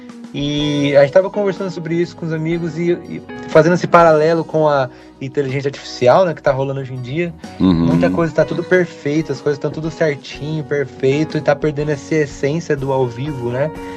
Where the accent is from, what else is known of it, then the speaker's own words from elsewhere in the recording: Campinas, São Paulo, Brazil; moved away as an adult; also born or lived in Valinhos, Brazil / Boston, United States; now in Orlando, United States; Atualmente tô morando em Orlando, eu nasci em Valinhos, né? Cresci, uhum, em Campinas. 2021 fui para Boston fazer faculdade lá na Berklee College of Music. E agora, atualmente, estou morando em Orlando, na Flórida.